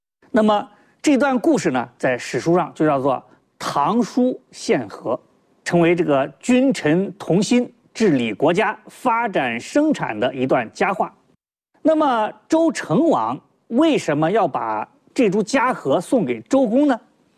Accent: China

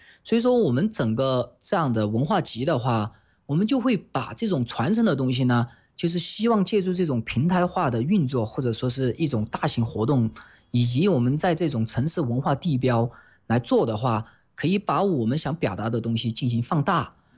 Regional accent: China; 作为中国人

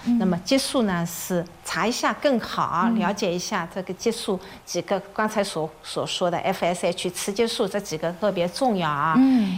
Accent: China; 其实我们中国人的饮食里面钙是不够的。

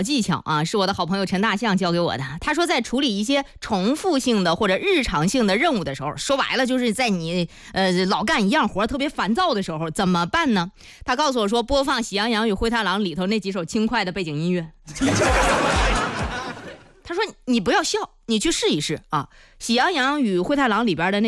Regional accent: China; 作为中国人啊，我觉得咱们应该有这个自信。

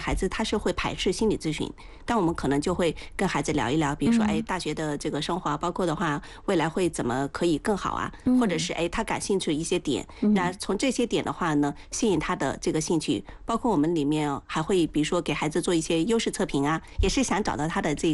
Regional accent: China; 我们中国人很多时候对于心理这样的一些问题或者心理的话当下的一些状态的时候过于夸大就非常的害怕，

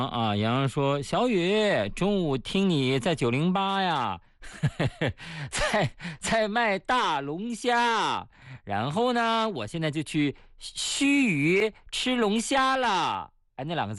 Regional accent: Shanxi, China; 因为我是山西人

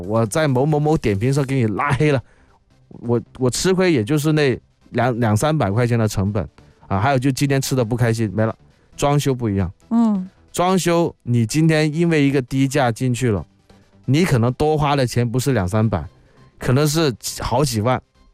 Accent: Guangdong, China; 我们广东话经常说便宜冇好嘢

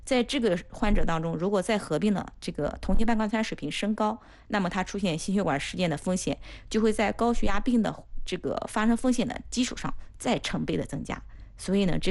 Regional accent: China

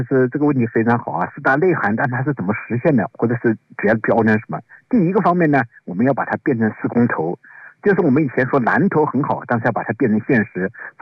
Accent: China; 我们中国人

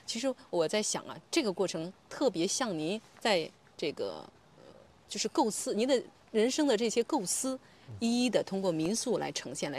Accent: Shandong, China; born or raised there; moved away

